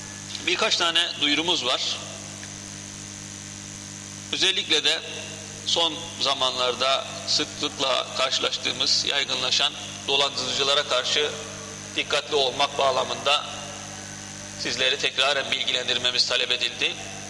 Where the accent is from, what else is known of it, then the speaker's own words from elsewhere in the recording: Kayseri, Turkey; ben bir Kayserili olarak